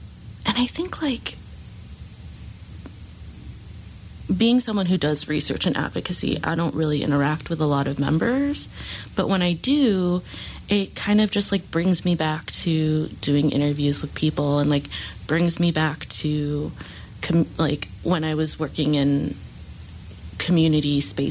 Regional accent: New Mexico, United States; I think growing up in New Mexico as an Asian person was challenging

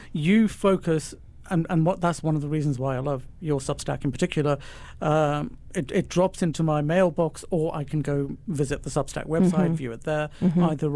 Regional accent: United Kingdom; I'm British.

